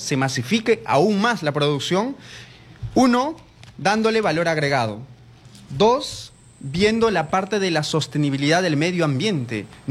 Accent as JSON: {"language": "Spanish", "town": "Chumbes", "country": "Peru", "tie": "born there", "said": "En Chumbes, en la comunidad donde yo nací."}